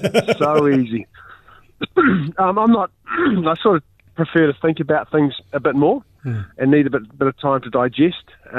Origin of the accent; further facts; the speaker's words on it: Hawke's Bay, New Zealand; I'm from Tuki Tuki. My parents, you know, on dad's side, the shearers from Bridge Par, and mum's side, the orchardist from Hastings. So we've been here for a long while.